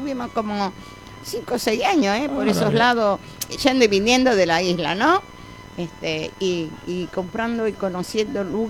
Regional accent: Quilmes, Buenos Aires Province, Argentina; Yo soy de Quilmes

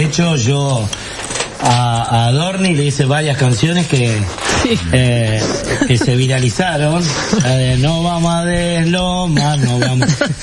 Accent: Uruguay; now in Argentina; porque yo soy uruguayo y soy muy respetuoso de este país, que me ha dado a mí prácticamente todo.

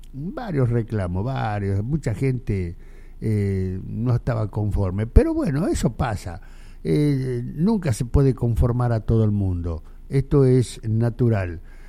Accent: Argentina; así somos los argentinos.

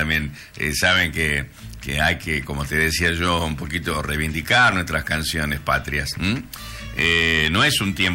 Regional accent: Argentina; yo creo que todos somos argentinos

